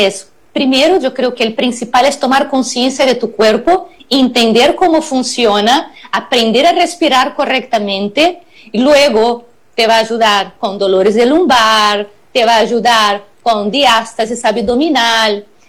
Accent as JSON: {"language": "Spanish", "country": "Brazil", "also_born_or_lived": "Cancún, Mexico", "moved": "yes", "lives_now": "Mérida, Mexico", "said": "la brasileña más yucateca que hay."}